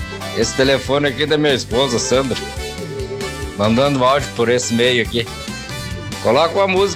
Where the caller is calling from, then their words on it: Brazil; aqui do Campo de Sobradinho.